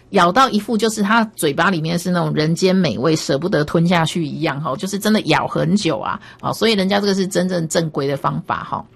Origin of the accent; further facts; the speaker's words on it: Taiwan; 我觉得我们台湾人吃饭真的是太快了